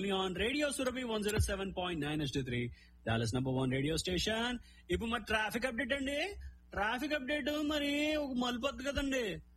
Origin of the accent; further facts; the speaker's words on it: Andhra Pradesh, India; now in Dallas-Fort Worth, United States; మీది ఏ ఊరిని అడుగుతున్నారా? ముద్దునేపల్లండి.